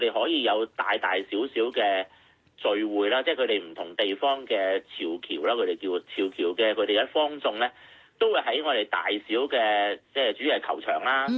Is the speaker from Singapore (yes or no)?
no; Hong Kong; 我哋香港人